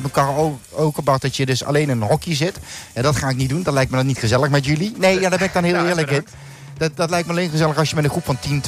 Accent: Sittard, Limburg, Netherlands; En dat was op een, ik kom uit Sittard.

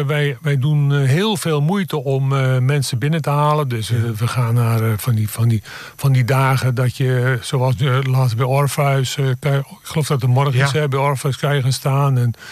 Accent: Rijnsburg, South Holland, Netherlands; Bijvoorbeeld Rijnsburg. Oorspronkelijk kom ik uit Rijnsburg.

